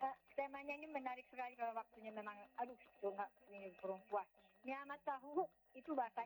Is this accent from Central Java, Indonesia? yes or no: no; Tanimbar, Maluku, Indonesia; Memang sih saya juga punya pak saya saya lumayan sih saya dari Tanimbar itu bagus banget itu pak.